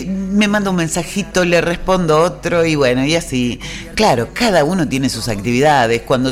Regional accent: Arocena, Santa Fe, Argentina; moved away

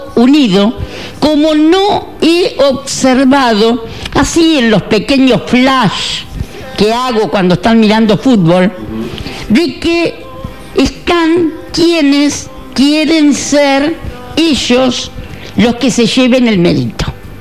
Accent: Argentina; por más que soy argentina, que quiero que gane Argentina

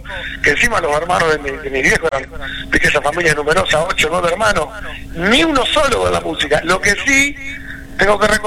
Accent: Junín, Buenos Aires Province, Argentina; la gente sabe que … no somos de Córdoba, somos

